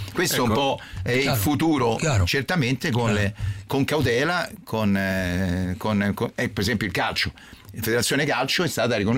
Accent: Rome, Lazio, Italy; sono romano

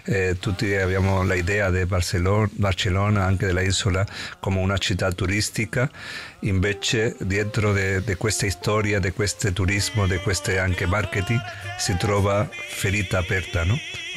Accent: Nigeria; sono nigeriana, provengo da una famiglia di 8 fratelli, e fin da piccola ho imparato che cosa significa lottare ogni giorno solo per sopravvivere. Non ho lasciato il mio paese perché volevo.

